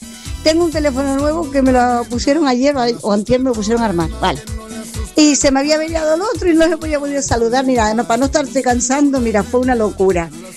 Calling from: La Verdellada, Canary Islands, Spain; de La Verdillera.

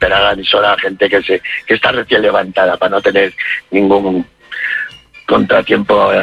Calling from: Alcorcón, Community of Madrid, Spain; yo vivo en Alcorcón.

